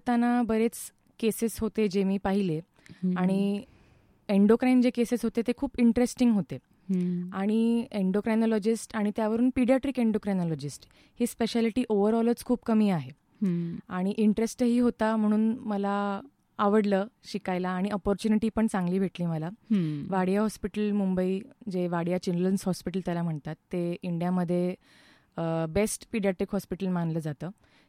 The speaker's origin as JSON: {"language": "Marathi", "town": "Ahilyanagar", "region": "Maharashtra", "country": "India", "tie": "born or raised there", "also_born_or_lived": "Loni / Nagpur / Mumbai", "said": "माझं बालपण, माझं शिक्षण 10वी-12वी नगरमध्येच झालं आहे."}